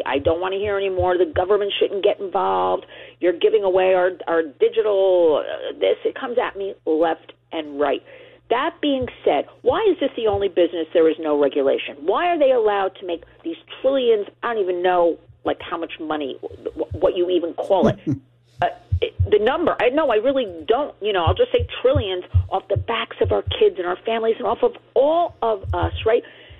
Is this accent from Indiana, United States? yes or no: no; New Jersey, United States; New Jersey. Everybody, my home state, proud to say.